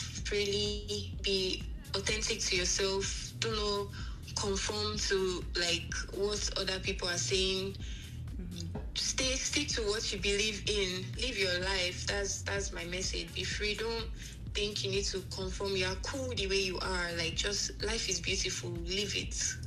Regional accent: Lagos, Nigeria; Yeah, growing up in Nigeria, in Lagos, is very much like you have to be there.

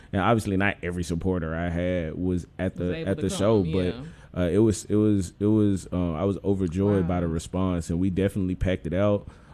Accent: Memphis, Tennessee, United States; I'm very blessed to be from the first African American neighborhood in the nation. I'm from Orange Mound. And I grew up in the Mound when the Mound was the Mound.

